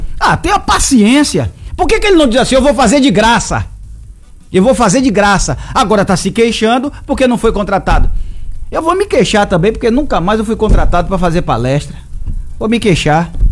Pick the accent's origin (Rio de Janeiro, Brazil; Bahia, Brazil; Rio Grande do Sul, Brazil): Bahia, Brazil; Salvador; born there; a rua que eu nasci lá em Paripe não tem asfalto nenhum